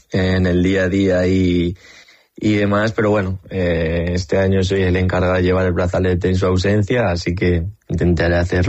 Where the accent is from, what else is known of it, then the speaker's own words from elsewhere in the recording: Ciudad Real, Castilla-La Mancha, Spain; yo como un castellano manchego y de moral de aquí de Ciudad Real